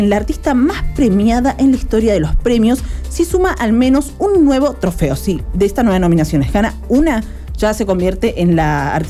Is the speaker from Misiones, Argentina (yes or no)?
no; San Rafael, Mendoza, Argentina; moved away; Soy mendocina, pero media san rafaelina. También, como viví siempre allá.